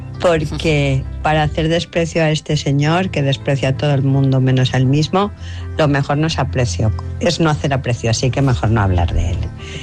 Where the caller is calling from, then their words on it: Benicàssim, Valencian Community, Spain; de Benicàssim.